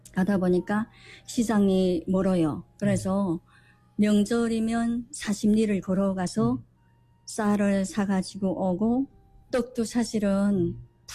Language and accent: Korean; Hyesan, Ryanggang, North Korea; born there; 양강도 해산이라는 도시에서 태어났거든요.